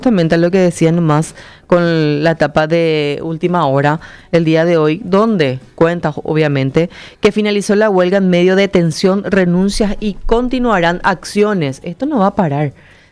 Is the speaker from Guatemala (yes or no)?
no; Paraguay; Me duele como paraguaya